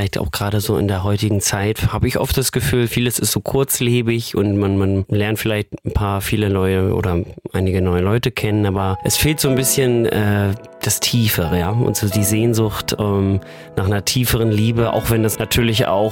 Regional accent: Wismar, Mecklenburg-Vorpommern, Germany; Ich habe zum Beispiel vor 2 Jahren den ersten CSD mitorganisiert in meiner Heimatstadt in Wismar. Das so eine Kleinstadt in MV.

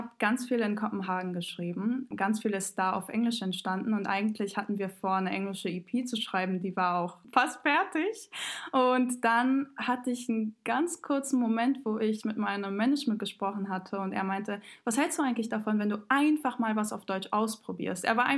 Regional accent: Montenegro

